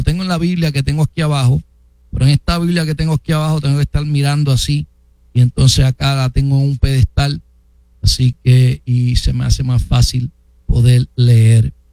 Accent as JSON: {"language": "Spanish", "town": "Guaynabo", "country": "Puerto Rico", "tie": "born or raised there", "said": "aunque nací, como dicen en Puerto Rico, en la loseta, soy de la ciudad. Podría llamarme guainabito, ¿verdad?, como dicen por ahí"}